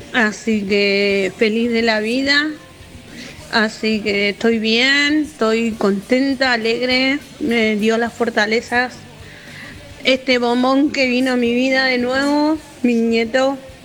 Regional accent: Buenos Aires, Argentina

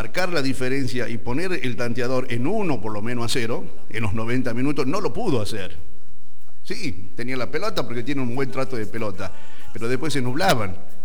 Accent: Argentina; visto, como argentino, con garra, como somos nosotros.

